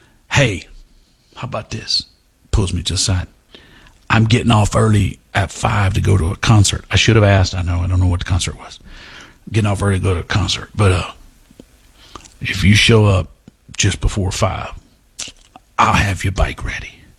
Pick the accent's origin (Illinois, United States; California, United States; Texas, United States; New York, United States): Texas, United States; Houston; I'm from Houston.